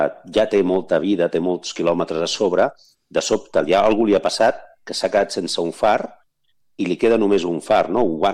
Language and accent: Catalan; Sant Joan de les Abadesses, Catalonia, Spain; vaig fer una celebració de gent que fèiem 50 anys al meu poble, que és Sant Joan de les Abadesses